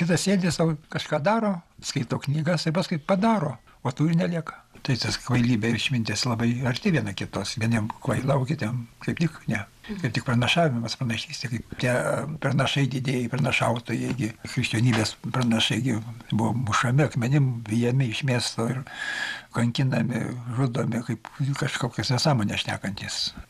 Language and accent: Lithuanian; Samogitia, Lithuania; Kadangi aš esu žemaitis, vėl toks pasakymas, žemaitis kukutis raudonas nukutis.